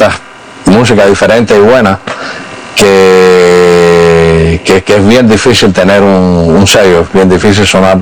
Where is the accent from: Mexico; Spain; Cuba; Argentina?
Cuba; ser cubano me ha dado la posibilidad de hacer una mezcla completamente distinta de la música que más me gusta